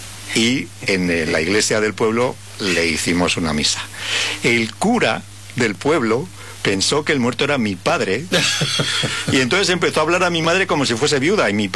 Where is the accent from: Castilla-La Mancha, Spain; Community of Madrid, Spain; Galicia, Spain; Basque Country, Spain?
Community of Madrid, Spain; Soto del Real; los viejos de mi pueblo. Que por cierto, ya que estamos hablando de Soto el Real